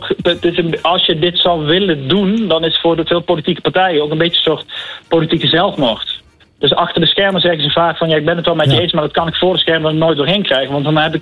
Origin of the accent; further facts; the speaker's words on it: Venray, Limburg, Netherlands; Ja, in het mooie pittoreske Limburgse dorpje waar ik ben opgegroeid.